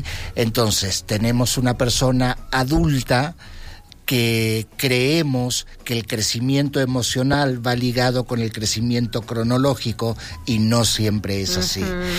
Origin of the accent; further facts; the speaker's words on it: Argentina; now in Mexico; y más del país de donde vengo, que soy el argentino más mexicano. Bueno, me toca vivir en el transcurso de mi infancia una dictadura militar